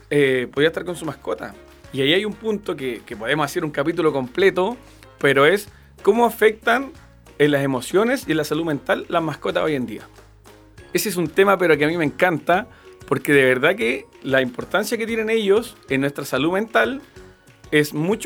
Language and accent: Spanish; Cunco, Araucanía, Chile; Yo soy oriundo de Temuco, de un sector que se llama Cunco, que es a la cordillera de Temuco. Nacido y criado en el campo, como se dice.